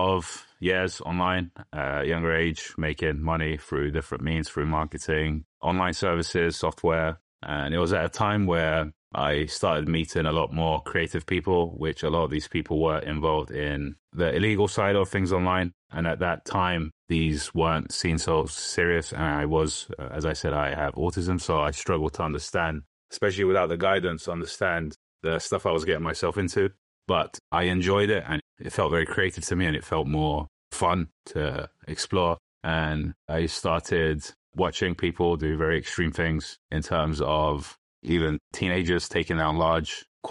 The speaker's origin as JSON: {"language": "English", "region": "London", "country": "United Kingdom", "tie": "born or raised there", "said": "Ethnically, I'm Turkish. I grew up in London."}